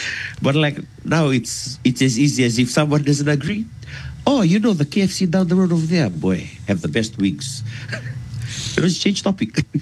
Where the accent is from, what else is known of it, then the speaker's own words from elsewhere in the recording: Fiji; born there; moved away; I was back in Fiji. You know, I was born in Fiji. I wasn't born in Rutuma.